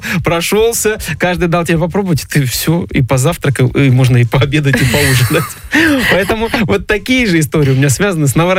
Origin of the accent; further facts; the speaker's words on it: Krasnodar Krai, Russia; Мы кубанцы такие, внутри теплые, и настроение у нас горячее